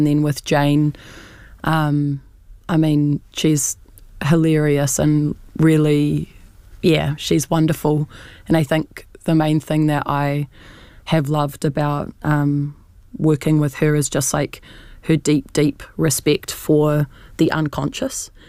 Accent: Wellington, New Zealand; I was born and raised in Pōneke in Wellington

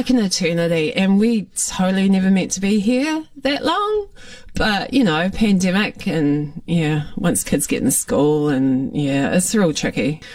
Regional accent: Foxton, Manawatū-Whanganui, New Zealand; moved away as an adult; also born or lived in Kutztown, Pennsylvania; when I was growing up in Foxton.

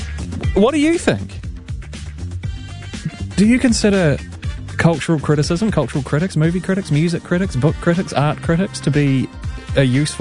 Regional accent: Christchurch, Canterbury, New Zealand; Well, you know, I grew up in Christchurch.

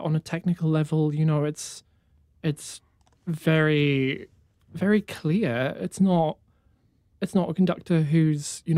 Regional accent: Wellington, New Zealand; also born or lived in Johannesburg, South Africa; I'm from Wellington, but I was born in Johannesburg and I moved here when I was a kid.

